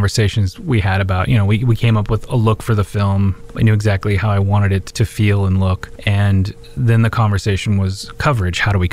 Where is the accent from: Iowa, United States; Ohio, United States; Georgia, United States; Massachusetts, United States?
Iowa, United States; Des Moines; I grew up on the East Side.